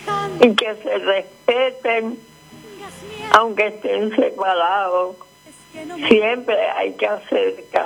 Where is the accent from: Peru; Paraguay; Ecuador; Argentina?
Paraguay; Arroyos y Esteros, Cordillera; born there; now in Asunción, Paraguay; En Arroyo de Esteros